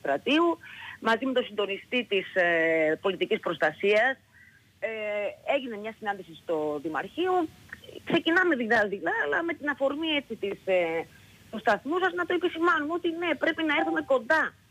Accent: Arkasa, South Aegean, Greece; εδώ στο χωριό μου στην Αρκάσα

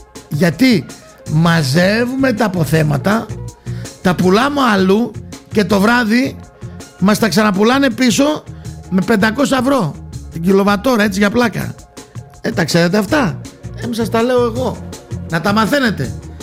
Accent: Thessaloniki, Central Macedonia, Greece; είμαι από Θεσσαλονίκη και είναι μεγάλη μου τιμή

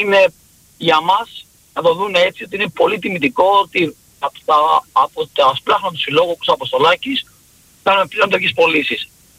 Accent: Heraklion, Crete, Greece; now in Athens, Greece; λέγον καταρχήν. Είμαι από το Ηράκλειο.

